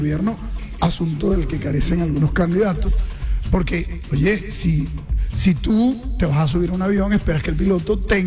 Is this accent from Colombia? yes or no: yes; Santa Marta, Magdalena, Colombia; also born or lived in Aracataca; Bueno, yo nací en Aracataca, pero soy criado en Santa Marta.